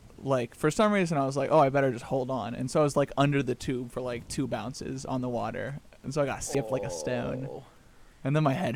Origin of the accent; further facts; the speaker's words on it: United States; a much smaller lake near my hometown, mm-hmm. In Tinyville, USA, and not a real place